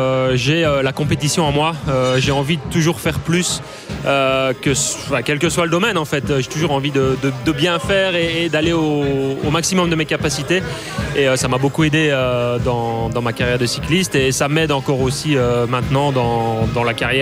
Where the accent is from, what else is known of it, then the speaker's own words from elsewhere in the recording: Nadrin, Wallonia, Belgium; moved away as an adult; also born or lived in Bastogne; now in Aywaille, Belgium; je suis né à Bastogne, j'ai grandi à Nadrin, un petit village à 20 km, et je suis à Éouail depuis une quinzaine d'années maintenant.